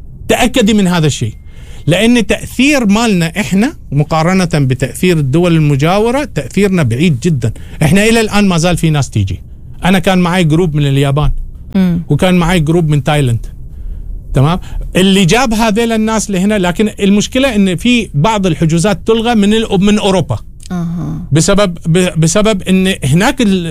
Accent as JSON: {"language": "Arabic", "country": "Oman", "said": "عندنا في عمان إن إحنا ما زلنا بلد الأمن والأمان"}